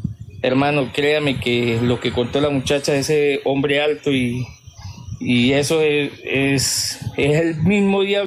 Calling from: Piedecuesta, Santander, Colombia; De Piedecuesta, Santander.

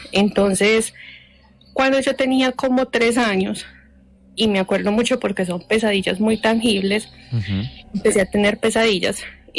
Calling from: Armenia, Quindío, Colombia; yo vivo en Armenia.

